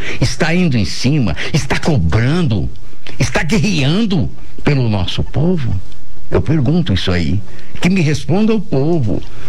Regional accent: Campo Grande, Mato Grosso do Sul, Brazil; also born or lived in Bandeirantes; eu sou de Bandeirantes, foi criado em Campo Grande, Potência, amo nossa cidade, eu digo aqui que constitui família aqui, me tornei profissional aqui, vou morrer aqui.

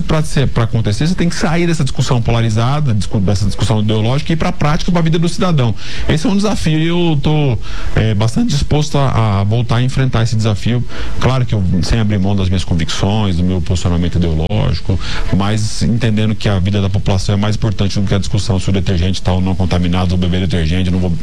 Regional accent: Dourados, Mato Grosso do Sul, Brazil; born there; na minha cidade em que eu nasci, fui prefeito em Dourados

